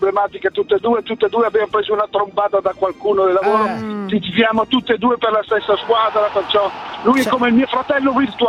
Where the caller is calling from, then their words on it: Lombardy, Italy; dalla provincia di Brescia. Sono dalla Francia Corta, dalle Porcine.